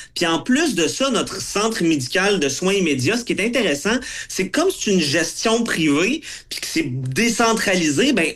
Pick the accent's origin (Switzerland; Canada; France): Canada; Quebec; Et c'est nous, en tant que Québécois, qui pourrions gagner.